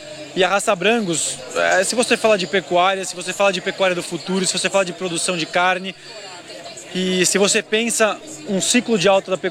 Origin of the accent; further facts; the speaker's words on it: São Paulo, Brazil; Eu sou de São Paulo, mas nossa propriedade está aqui pertinho de Presidente Prudente